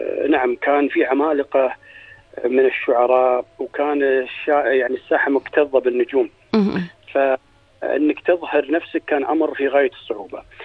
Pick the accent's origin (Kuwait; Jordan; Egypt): Kuwait; وأنا كويتي وافتخر